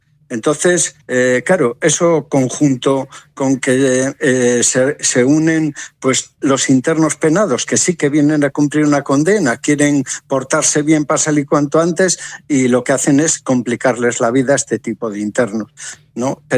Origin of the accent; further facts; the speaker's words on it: Cantabria, Spain; como los españoles pues somos más, o los cántabros pues somos más